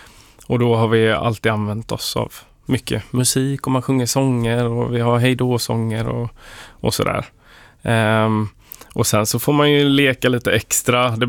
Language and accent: Swedish; Jönköping, Jönköping County, Sweden; moved away as an adult; now in Nässjö, Sweden; Jag är från Jönköping från början och uppväxt i en musikfamilj.